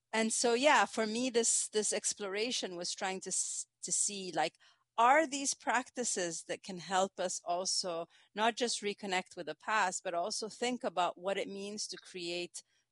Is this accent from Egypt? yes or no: yes; Egypt; now in United States; growing up, I come from Egypt. I knew that there were, you know, a lot of different fermented products that exist in our culture. And I moved to the United States